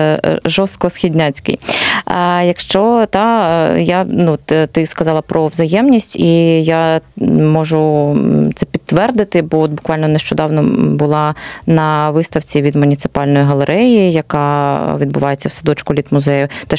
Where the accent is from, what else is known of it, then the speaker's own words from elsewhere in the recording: Luhansk Oblast, Ukraine; бо я з Луганщини.